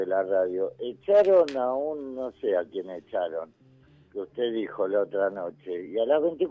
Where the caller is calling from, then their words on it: Santa Teresita, Buenos Aires Province, Argentina; De Santa Teresita